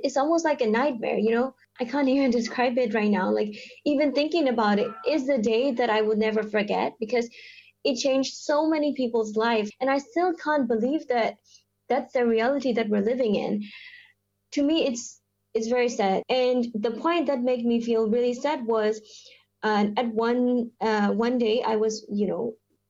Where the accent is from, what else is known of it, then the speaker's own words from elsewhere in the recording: Myanmar; I am from Myanmar.